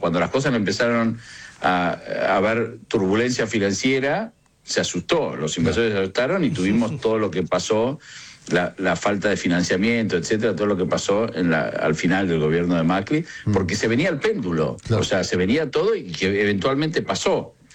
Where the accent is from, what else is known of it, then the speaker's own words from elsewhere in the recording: Argentina; los otros éramos argentinos